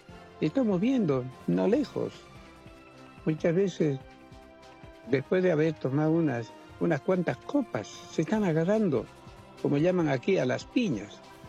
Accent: Bolivia; somos parte de Bolivia

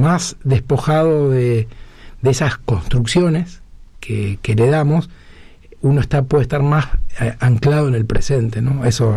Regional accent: Rosario, Santa Fe, Argentina; now in Buenos Aires, Argentina

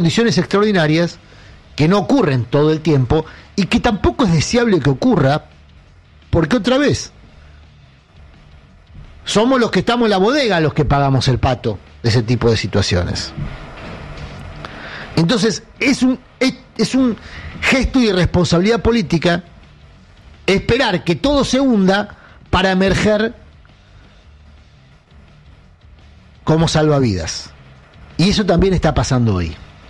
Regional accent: Argentina

